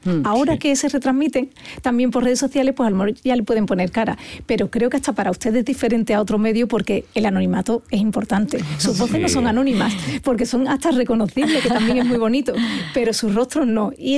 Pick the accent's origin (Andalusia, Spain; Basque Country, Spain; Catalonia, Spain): Andalusia, Spain; Yo estoy loca por Andalucía porque es mi tierra.